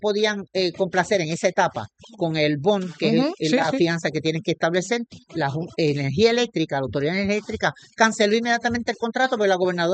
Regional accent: Puerto Rico; Yo lo lamento como puertorriqueña que tengamos organismos que no elegimos

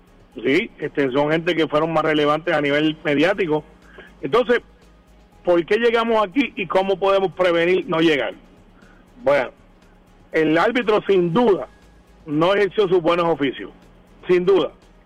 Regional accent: Guaynabo, Puerto Rico; Yo soy de Guaynabo

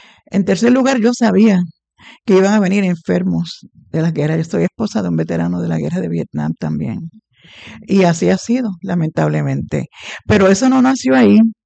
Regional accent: Puerto Rico

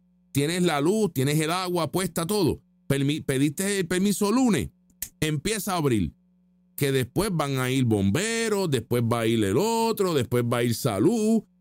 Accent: Puerto Rico; porque nosotros también somos estadounidenses, somos puertorriqueños americanos.

